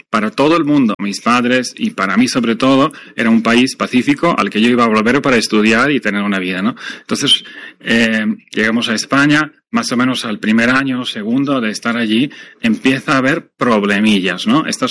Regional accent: Belgrade, Serbia; Mi infancia, por empezar por el principio, se desarrolla en Yugoslavia. Yo nací en el año 77. Yugoslavia es un país que no existe. Ahora es Serbia. Yo nací en Belgrado.

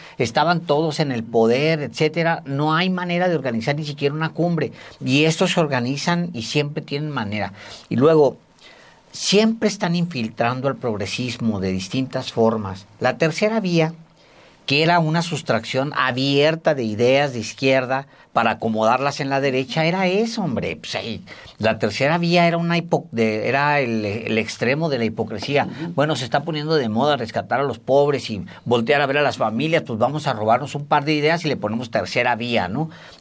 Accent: Ciudad Juárez, Chihuahua, Mexico; yo crecí en la frontera, como ustedes saben

